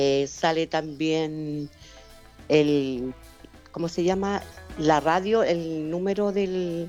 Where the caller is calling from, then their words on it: Viña del Mar, Valparaíso, Chile; De acá, del Mirador de Reñaca.